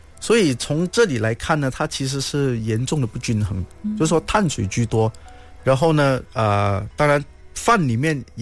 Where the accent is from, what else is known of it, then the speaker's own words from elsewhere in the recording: Malaysia; 尤其是我们马来西亚人人均吃货嘛。